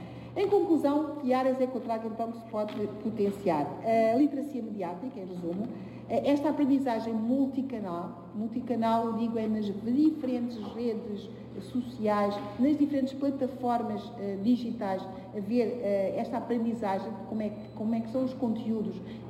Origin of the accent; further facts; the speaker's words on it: Angola; como angolana, com família em Angola